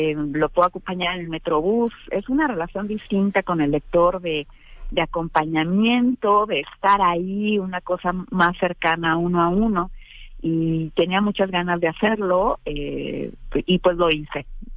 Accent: Mexicali, Baja California, Mexico; moved away as an adult; now in Mexico City, Mexico; yo soy de Mexicali, Baja California, allá viví hasta los veintitantos años, luego me mudé acá a la Ciudad de México

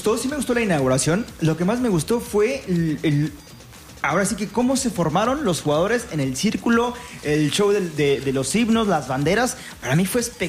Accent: Mexico; soy mexicano, apoyo a México

